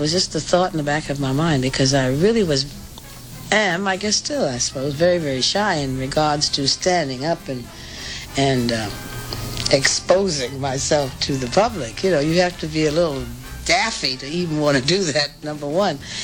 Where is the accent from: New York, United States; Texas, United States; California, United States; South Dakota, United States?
New York, United States; also born or lived in Chicago; So I decided to go back home. I said, if I can do what I'm doing in Chicago, I certainly can do it in my hometown, New York, which I did. I came back